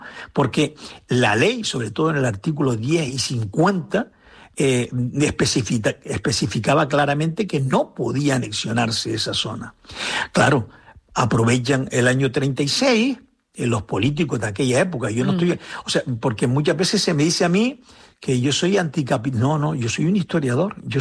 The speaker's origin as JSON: {"language": "Spanish", "town": "Las Palmas de Gran Canaria", "region": "Canary Islands", "country": "Spain", "tie": "born there"}